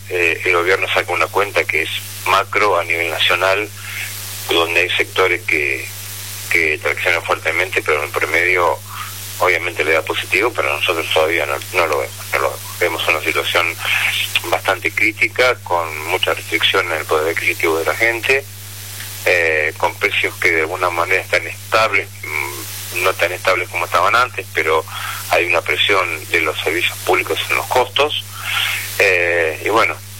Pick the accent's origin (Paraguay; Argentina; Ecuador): Argentina; Moreno, Buenos Aires Province